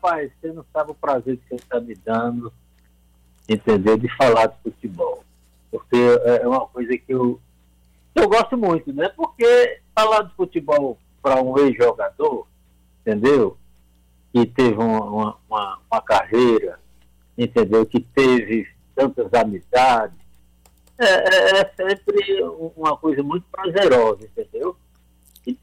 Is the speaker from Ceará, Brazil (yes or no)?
yes; Juazeiro do Norte, Ceará, Brazil; also born or lived in Cedro; Mas agora eu cheguei em Juazeiro muito garoto, cheguei aqui com, ia fazer 13 anos de idade, 65, e aqui eu fiz a minha vida no futebol, cresci aqui